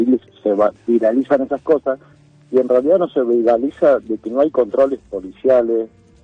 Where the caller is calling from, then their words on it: Neuquén, Argentina; soy de Neuquén